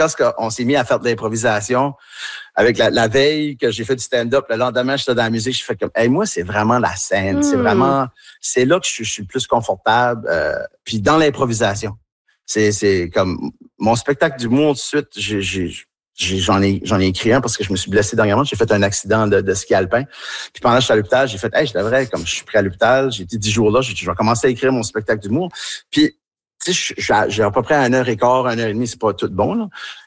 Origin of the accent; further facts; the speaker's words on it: Niagara Falls, Ontario, Canada; born there; Je suis né en Ontario, à Niagara Falls, en Ontario, chez les anglophones. C'est une famille francophone de parents très fiers